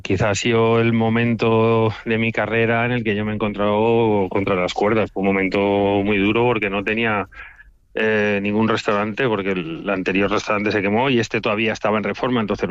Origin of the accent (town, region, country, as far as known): San Lorenzo de El Escorial, Community of Madrid, Spain